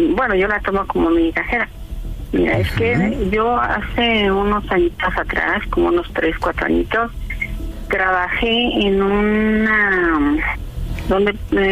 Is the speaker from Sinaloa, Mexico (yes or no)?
no; State of Mexico, Mexico; Tengo 59 y soy del estado, de aquí del México.